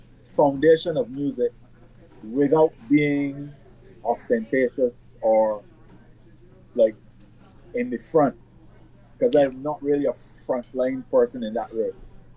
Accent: England, United Kingdom; born there; I was born in England, actually.

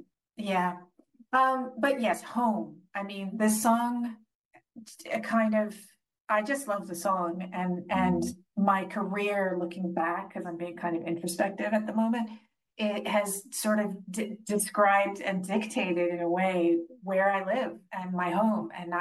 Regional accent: California, United States; moved away as an adult; now in England

